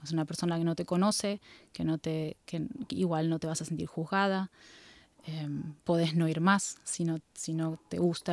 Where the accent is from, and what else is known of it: Buenos Aires Province, Argentina; born or raised there